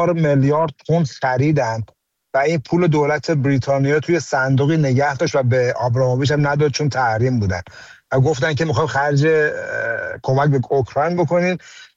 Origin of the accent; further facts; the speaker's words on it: Iran; به عنوان یه ایرانی میتونم بگم دوم ایرانی میلیاردر و پولدار دنیا باشه.